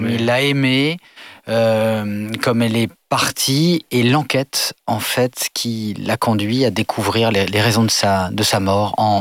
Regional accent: Normandy, France; also born or lived in Le Havre; là où j'ai grandi, dans un petit village à côté du Havre, sur les falaises

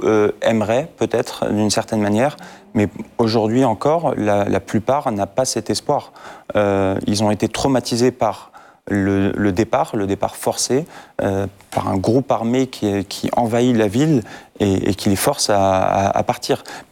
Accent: Iraq; first language Modern Aramaic; French is a second language; moved away

